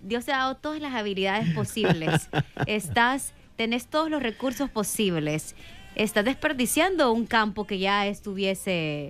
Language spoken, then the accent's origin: Spanish; Puerto Rico; Es que como que soy puertorriqueña, he venido hablando, sí.